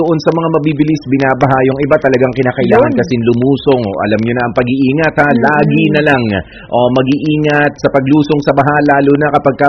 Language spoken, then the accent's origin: Tagalog; Marikina, Metro Manila, Philippines; moved away; taga Marikina ako eh. Dati, ha?